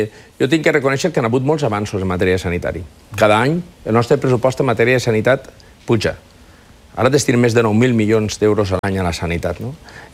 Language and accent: Catalan; Valencian Community, Spain